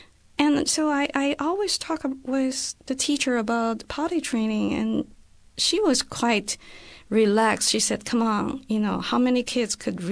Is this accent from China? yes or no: yes; China; So I grew up in China, and for instance, when I was little, all the adults would say, you know, since you're a child, you have no right to decide who you want to be or what you want to do.